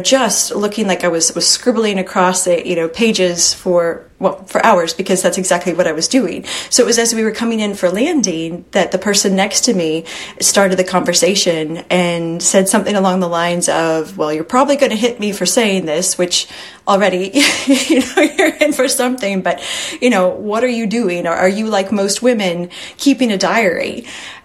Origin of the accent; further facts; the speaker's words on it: Texas, United States; I grew up in Texas. You know, I grew up in a really red spot.